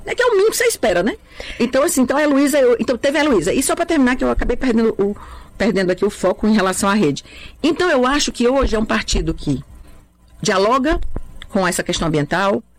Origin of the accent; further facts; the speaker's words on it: Fortaleza, Ceará, Brazil; born there; Eu nasci na periferia de Fortaleza, no Mudubim, quando era. Mudubim ainda tinha vacaria. Então, assim, ali era a zona rural de Fortaleza.